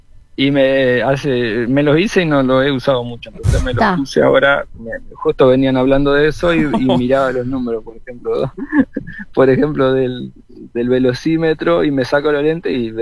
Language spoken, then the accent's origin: Spanish; Salto, Uruguay; now in Maldonado, Uruguay